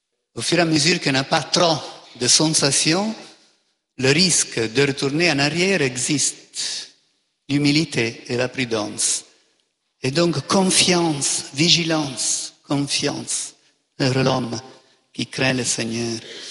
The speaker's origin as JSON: {"language": "French", "country": "Italy", "said": "Fais attention, pour ceux que je connais de l'Italie, mon pays d'origine, ou de la France, il y en a beaucoup là."}